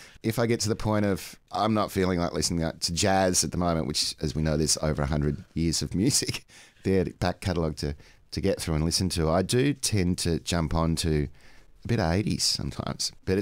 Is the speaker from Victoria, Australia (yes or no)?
yes; Middle Park, Victoria, Australia; I was brought up in Middle Park, the Albert Park area, and my parents had lived around quite a bit in the country.